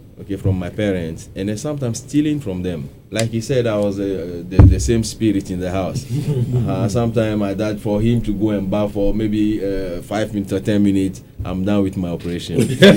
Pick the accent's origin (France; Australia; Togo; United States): Togo; English is a second language; Yes, because I'm from Togo, like I said, and I'm an Ewe.